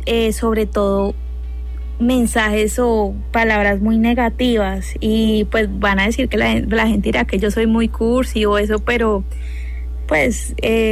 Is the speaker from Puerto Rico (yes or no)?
no; Tolima, Colombia; yo soy del Tolima, yo no soy paisa